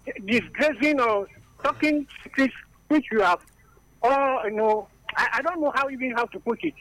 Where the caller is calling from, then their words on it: Akufe, Ghana; I'm speaking from Akufe.